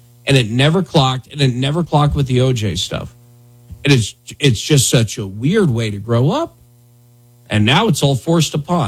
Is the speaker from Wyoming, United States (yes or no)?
yes; Wyoming, United States; moved away as an adult; I'm from Wyoming.